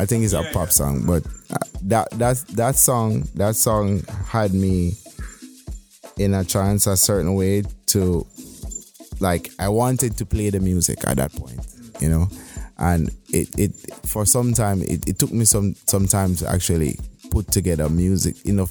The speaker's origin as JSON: {"language": "English", "country": "Jamaica", "said": "Yes. So I mean, Jamaicans, you have so dub was created in Jamaica, and I play dub techno sometimes"}